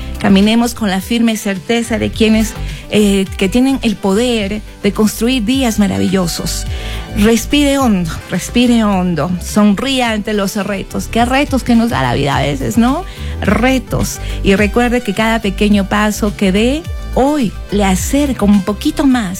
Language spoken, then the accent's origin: Spanish; Ecuador; Así somos los ecuatorianos